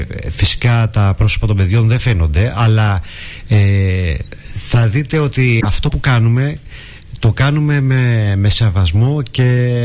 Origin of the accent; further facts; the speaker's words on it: Serres, Central Macedonia, Greece; moved away; φύγαμε από την Αθήνα, ήρθαμε στον τόπο μου στις Σέρες